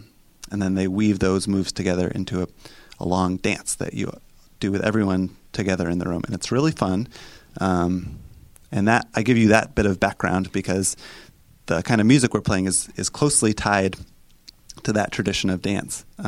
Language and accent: English; Montana, United States; now in Pittsburgh, United States; So I'm from Montana, and Johanna is from Maine.